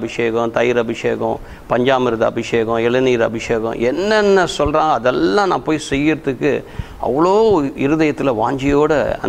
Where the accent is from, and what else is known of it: Chennai, Tamil Nadu, India; born or raised there